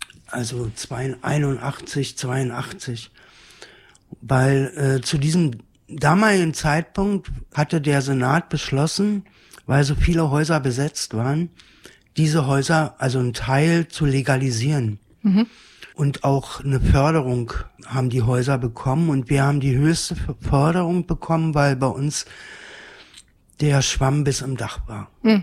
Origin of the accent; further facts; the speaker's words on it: Berlin, Germany; born there; Also ich bin in Berlin-West geboren.